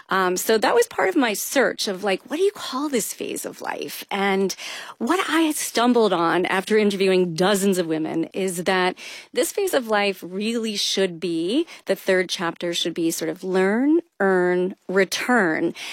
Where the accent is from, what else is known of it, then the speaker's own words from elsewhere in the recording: Kentucky, United States; I grew up in Kentucky.